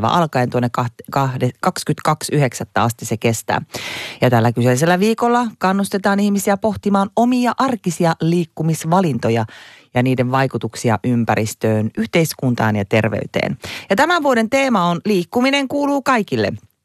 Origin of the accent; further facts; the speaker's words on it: Lapland, Finland; moved away; itsehän olen kotoisin pienestä kylästä, jossa asuu alle 200 ihmistä.